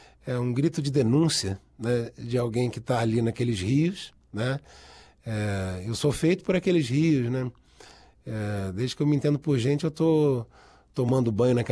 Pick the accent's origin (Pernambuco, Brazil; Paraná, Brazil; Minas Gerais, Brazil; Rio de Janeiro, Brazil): Rio de Janeiro, Brazil; born there; Porque eu nasci no Rio de Janeiro.